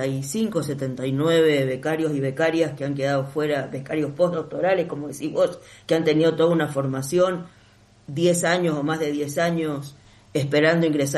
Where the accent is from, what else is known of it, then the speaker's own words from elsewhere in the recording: Mendoza, Argentina; Soy de Mendoza